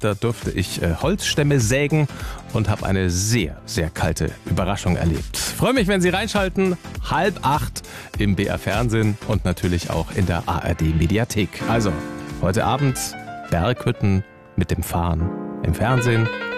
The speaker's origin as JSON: {"language": "German", "region": "Bavaria", "country": "Germany", "said": "Alte Tradition bei uns in Bayern, das mit diesen langen Peitschen."}